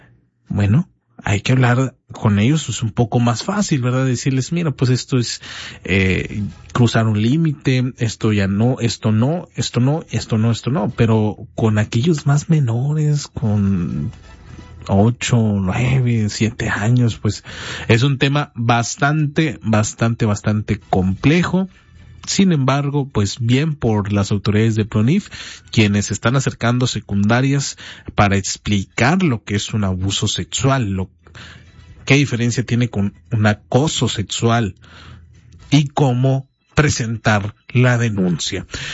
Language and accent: Spanish; Mexico; Somos mexicanos